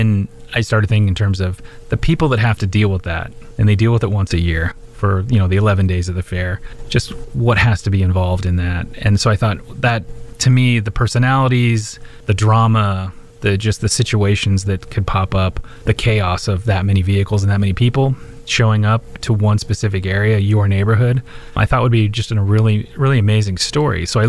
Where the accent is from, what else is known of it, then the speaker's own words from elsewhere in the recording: Des Moines, Iowa, United States; I grew up on the East Side.